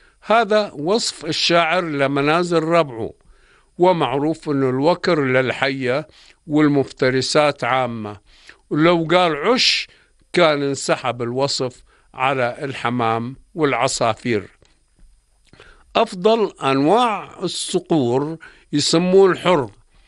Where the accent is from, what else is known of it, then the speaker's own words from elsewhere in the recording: Jordan; عندنا بالأردن